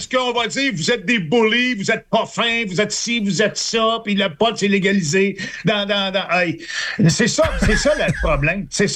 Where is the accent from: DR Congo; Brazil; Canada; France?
Canada; Saint-Bruno, Quebec; Il est dans la cave chez nous à Saint-Bruno